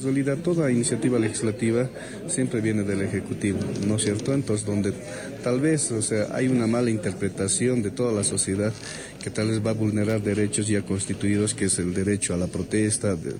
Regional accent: Oruro, Bolivia; Si somos orureños

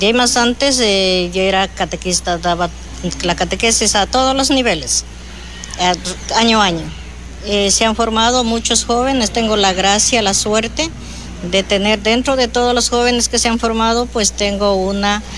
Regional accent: Bolívar, Ecuador; moved away as an adult; yo soy de la provincia de Bolívar y migré en julio del 2002

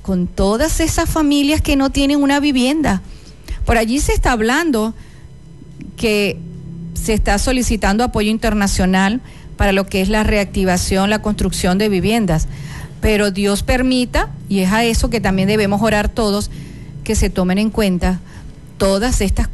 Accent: Venezuela; nosotros como venezolanos

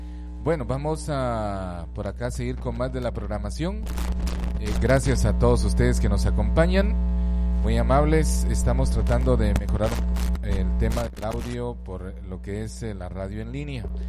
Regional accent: Guatemala; esta época tan especial como guatemaltecos en alegría

